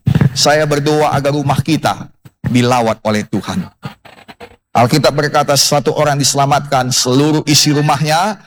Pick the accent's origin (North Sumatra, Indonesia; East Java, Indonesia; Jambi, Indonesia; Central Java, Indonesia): North Sumatra, Indonesia; Apalagi bagi kita orang Batak ini, saudara. Kita butuh kali rendah hati.